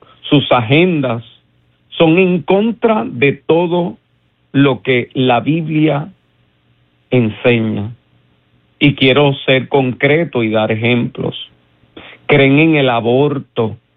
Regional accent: Puerto Rico; nosotros como puertorriqueños.

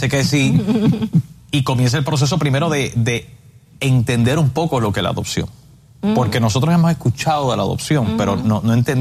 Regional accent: Puerto Rico; como los dos somos de Puerto Rico, que el niño sea de Puerto Rico y allá.

